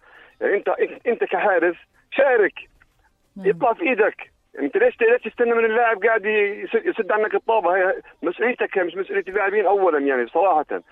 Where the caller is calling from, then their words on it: Jordan; إحنا كشعب أردني